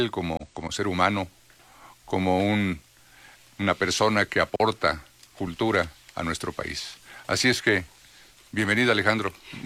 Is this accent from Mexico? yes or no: yes; Mexico; Con un gran sabor de pertenencia, ¿no? Como